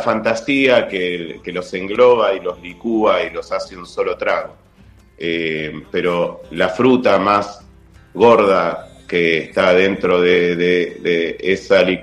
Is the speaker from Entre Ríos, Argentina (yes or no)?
no; Buenos Aires, Argentina; Yo soy porteño, no estoy renegando de mi porteñidad, pero toda mi familia está en Tucumán.